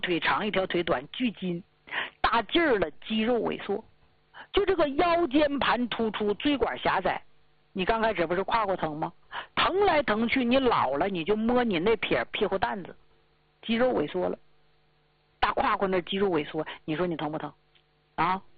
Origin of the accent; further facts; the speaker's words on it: Northeast China, China; 而且咱们家乡所处的东北地区还是落后啊，工资低，地还不值钱